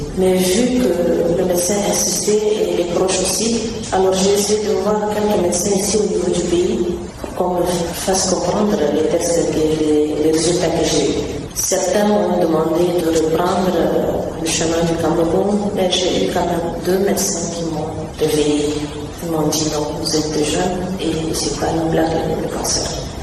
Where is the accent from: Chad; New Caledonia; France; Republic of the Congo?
Chad; en tant que bon Tchadien